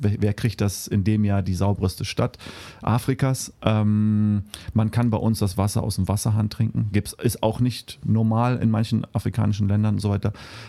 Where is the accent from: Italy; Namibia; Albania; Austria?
Namibia; Windhoek, Khomas; now in Germany; ich bin in Windhoek geboren. Windhoek ist die Hauptstadt Namibias, hat ungefähr 450.000 Einwohner, ist die größte Stadt in Namibia.